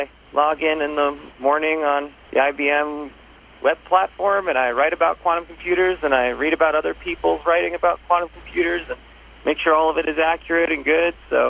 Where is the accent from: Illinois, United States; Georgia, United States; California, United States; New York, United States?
New York, United States; moved away as an adult; I was from New York, and I thought, you know, I'm from a you know, really big city, but I haven't really experienced that much life outside of the city.